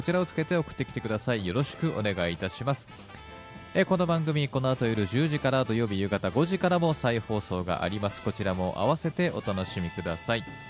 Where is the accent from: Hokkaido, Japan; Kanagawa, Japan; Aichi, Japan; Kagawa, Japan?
Aichi, Japan; Nagoya; 僕はあの地元が名古屋でございまして、名古屋の公立小学校はですね、まあ、大体京都奈良に、修学旅行に行くので